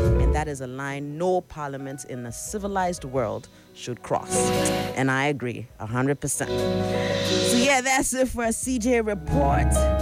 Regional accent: Ghana; And ever since, everywhere is Ghana, Ghana, Ghana. I'm Ghanaian.

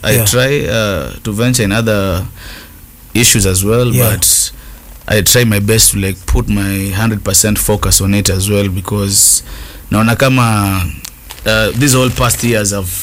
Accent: Mombasa, Mombasa County, Kenya; moved away as an adult; also born or lived in Thika; now in Nairobi, Kenya; I was born in Kisauni. I was raised there. I went to school there.

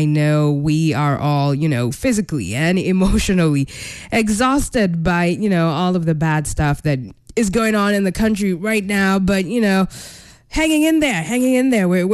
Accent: Kenya; as a Kenyan

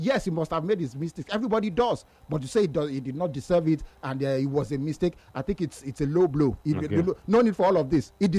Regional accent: Nigeria; especially as a Nigerian.

